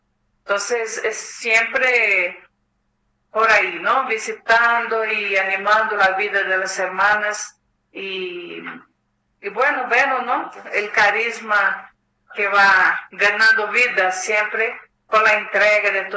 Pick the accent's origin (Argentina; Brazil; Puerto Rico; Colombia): Brazil; No es la primera vez que vengo y soy de Brasil